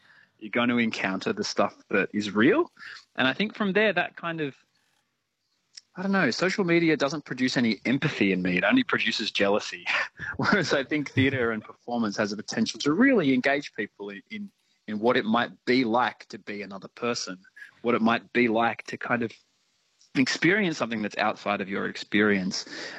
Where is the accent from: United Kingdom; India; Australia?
Australia; Wagga Wagga, New South Wales; I grew up in Wagga Wagga playing, you know, in youth music bands essentially.